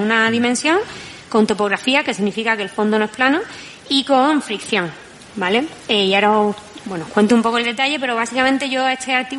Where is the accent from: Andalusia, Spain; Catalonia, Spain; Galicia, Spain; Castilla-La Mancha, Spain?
Andalusia, Spain; Málaga; now in Valencia, Spain; Yo soy malagueña, estoy en Valencia.